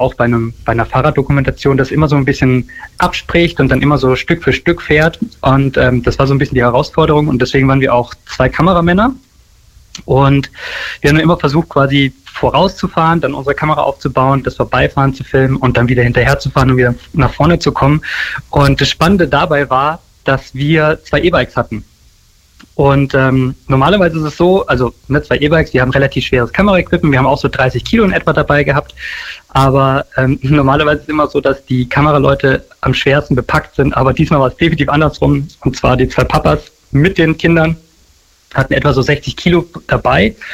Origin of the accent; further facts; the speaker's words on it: Berlin, Germany; Also ich komme aus Berlin und drehe dort normalerweise so als Brotverdienst klassische Werbung